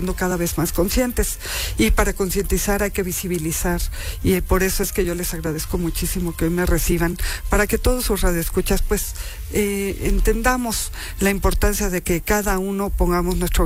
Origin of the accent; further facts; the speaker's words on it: Puebla, Mexico; si nosotros como poblanos pues caemos en la cuenta de la importancia de separar